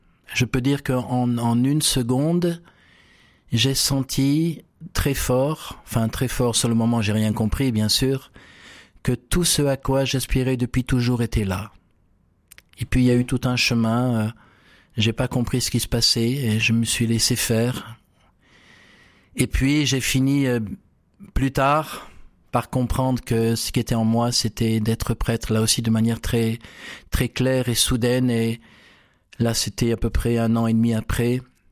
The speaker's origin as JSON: {"language": "French", "town": "Bordeaux", "region": "Nouvelle-Aquitaine", "country": "France", "tie": "born there", "said": "je suis né à Bordeaux, dans la région de Bordeaux, d'une famille catholique pratiquante."}